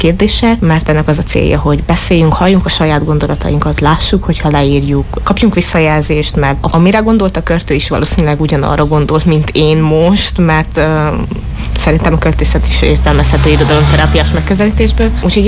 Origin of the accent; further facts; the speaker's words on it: Romania; accent: Gyimes dialect; now in Cluj-Napoca, Romania; gyimesi, hogyha hallatszik a tájszólásomon